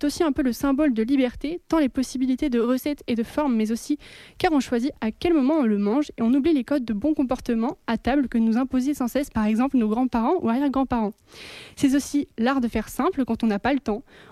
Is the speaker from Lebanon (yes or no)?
no; France; il arrive chez nous en France